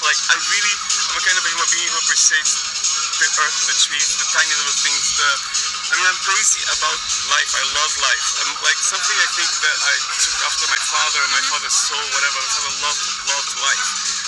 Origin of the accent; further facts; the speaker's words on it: Brazil; I grew up really poor in Brazil. Like, I did, you know, traveled around different lives, guided me here and stuff.